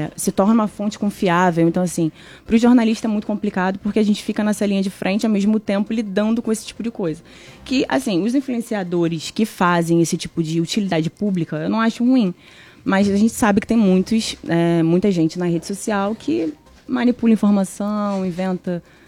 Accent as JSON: {"language": "Portuguese", "town": "Maricá", "region": "Rio de Janeiro", "country": "Brazil", "tie": "born there", "said": "sou jornalista, sou natural do Rio de Janeiro, mas moro em Maricá desde os meus 8 anos."}